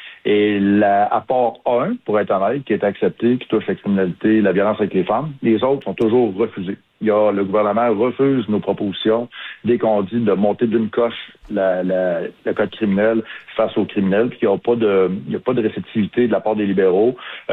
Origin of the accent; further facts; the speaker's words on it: Quebec City, Quebec, Canada; Puis à Québec, même à Québec, moi je viens de Québec, puis Québec, ça a toujours été tranquille.